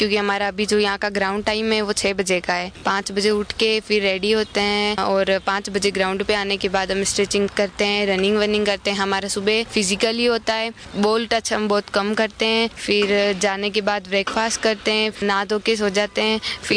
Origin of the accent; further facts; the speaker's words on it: Chittorgarh, Rajasthan, India; मैं चित्तौड़गढ़ से हूँ।